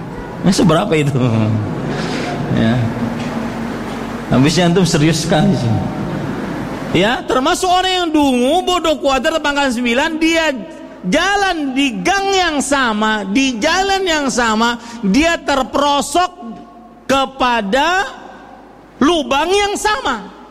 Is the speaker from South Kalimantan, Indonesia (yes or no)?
yes; Banjarmasin, South Kalimantan, Indonesia; also born or lived in Saudi Arabia; Di kota saya sekarang lagi musim durian.